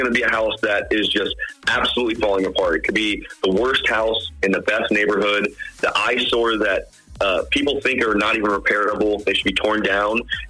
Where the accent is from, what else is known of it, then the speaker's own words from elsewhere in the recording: Columbus, Ohio, United States; Every house, and I'm born and raised in Columbus. Everything is done in Central Ohio.